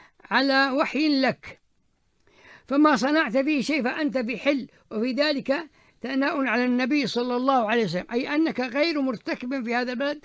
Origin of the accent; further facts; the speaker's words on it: Mecca, Makkah Province, Saudi Arabia; أنت في مكة المكرمة أخي الكريم تجد أن الأرزاق تأتي إليها من كل حلب وصوب، يعني نحن أبناء مكة نشعر بهذا